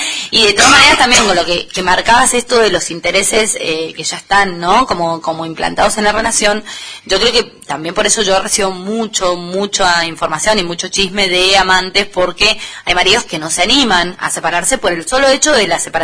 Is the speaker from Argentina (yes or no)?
yes; Buenos Aires, Argentina; born there; moved away as an adult; now in San Rafael, Argentina; yo nací en Buenos Aires, vivo hace 13 años en San Rafael, ya me siento más San Rafaelina que porteña